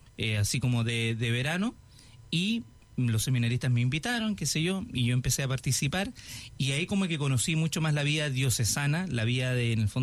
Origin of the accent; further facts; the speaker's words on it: Valparaíso, Chile; yo soy originario de Valparaíso. En el fondo, el Gran Valparaíso tiene como varias partes, y claro, en el fondo yo nací en el fondo en el sector, o me crié más que nada, porque en el sector de Placilla, Curauma, de ahí soy